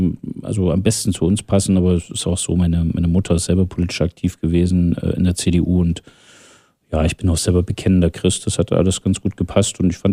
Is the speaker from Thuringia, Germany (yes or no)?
yes; Thuringia, Germany; Ich bin Thüringer durch und durch, bin in einem kleinen Ort in der Nähe von Jena groß geworden. Zimritz heißt der. Hab dann ja meine Schule und auch mein Studium zu großen Teilen in Jena, aber auch in Bonn, in den USA gemacht.